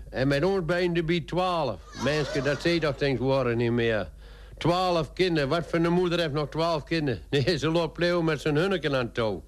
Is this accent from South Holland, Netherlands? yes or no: no; Borculo, Gelderland, Netherlands; born there; Waar ik geboren ben, dat moet jullie wat weten. In Borkelo